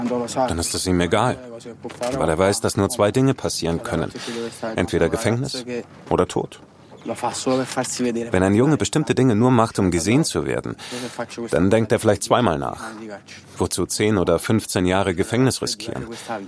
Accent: Naples, Campania, Italy; Ich komme aus Campia. Das Viertel ist ziemlich bekannt. Nicht wegen der schönen Dinge, sondern wegen der schlechten.

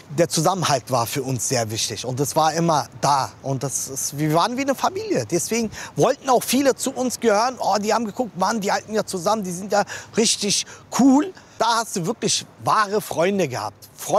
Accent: Berlin, Germany; Bin 1975 geboren in Berlin und arbeite zurzeit in der Sicherheitsbranche. Ich bin hier aufgewachsen, in diesem Hof eigentlich. Und ja, wir haben da oben in der dritten Etage gewohnt, in der Zeit 1980.

